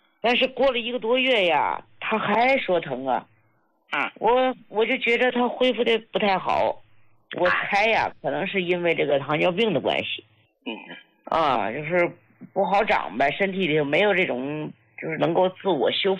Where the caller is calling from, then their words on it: China; 我是来自山东大同的听众。